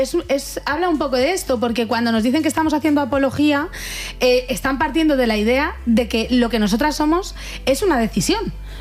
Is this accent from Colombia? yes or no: no; Fuenlabrada, Community of Madrid, Spain; Claro, yo es que soy de Fuenlabrada. Entonces, en Fuenlabrada era escape y porros, las dos cosas.